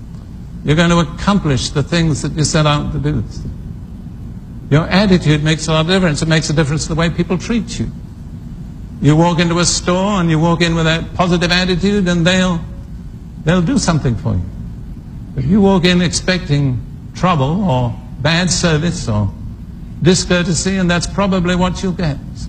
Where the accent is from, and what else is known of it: United Kingdom; moved away